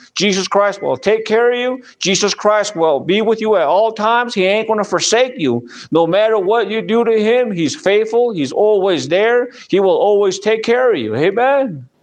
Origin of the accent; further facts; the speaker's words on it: United States; I'm an American. I thank God I'm American.